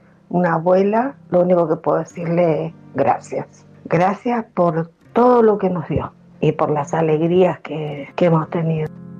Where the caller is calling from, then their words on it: Las Heras, Mendoza, Argentina; les habla … de Las Heras.